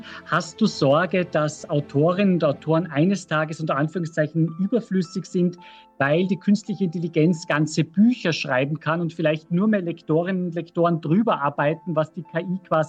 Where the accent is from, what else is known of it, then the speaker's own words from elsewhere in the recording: Salzburg, Austria; ich bin selber gebürtiger Salzburger, atme in Salzburg